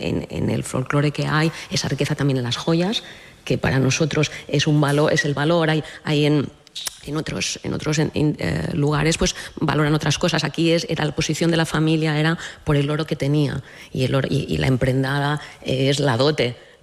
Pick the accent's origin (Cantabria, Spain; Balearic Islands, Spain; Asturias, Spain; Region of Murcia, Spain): Balearic Islands, Spain; Ibiza; Obviamente soy subjetiva, soy ibicenca y soy alcaldesa